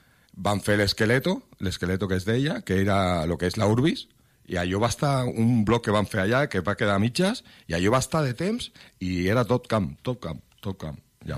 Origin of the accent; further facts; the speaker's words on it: Barcelona, Catalonia, Spain; Nosaltres no som de Sant Andreu, som del Palau.